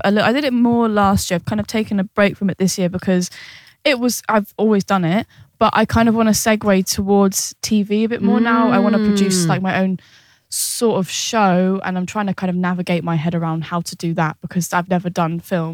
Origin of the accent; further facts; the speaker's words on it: London, United Kingdom; I grew up in North London.